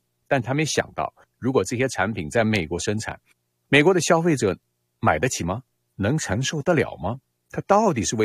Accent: Canada; 但是起码我认为我们加拿大是没有强迫劳动的。

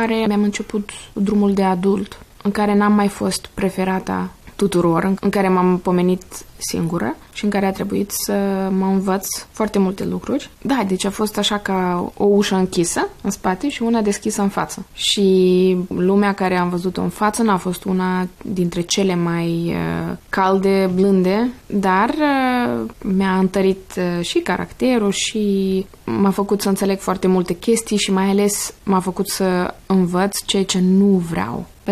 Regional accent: Chișinău, Moldova; born there; Eu m-am născut în 1988 la Chișinău.

